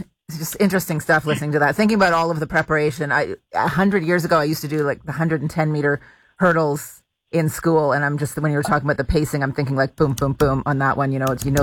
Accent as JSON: {"language": "English", "town": "Ottawa", "region": "Ontario", "country": "Canada", "tie": "born or raised there", "said": "And certainly if you were in that area of the city, which I was, I grew up near Mooney's Bay, all of those meets happen at that facility."}